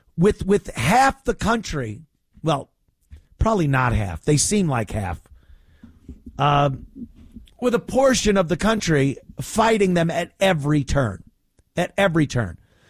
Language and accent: English; New York, United States; moved away; I'm New York. I'm a New Yorker. I live down here. My friends, my family are up in New York.